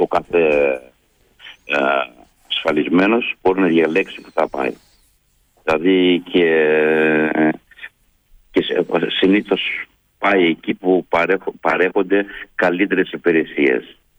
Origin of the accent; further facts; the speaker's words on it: Markiniada, Epirus, Greece; born there; Γεννήθηκα στη Μαρκινιάδα Άρτας, είναι ένα χωριό πάνω από το Πέτα.